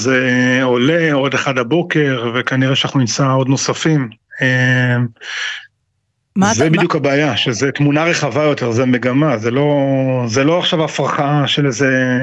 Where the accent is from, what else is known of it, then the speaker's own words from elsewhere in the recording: Kfar Aza, Southern District, Israel; אני גם כילד וגם כבאדם בוגר בקיבוץ כפר עזה עם ילדיי